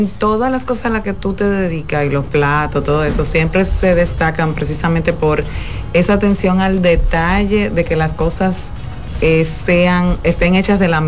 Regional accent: Dominican Republic; como dominicano, como isleño, acostumbrado a ciertos sabores

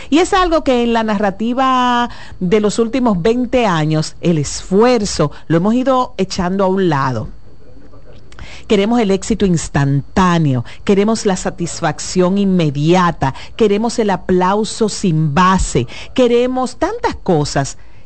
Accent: Dominican Republic

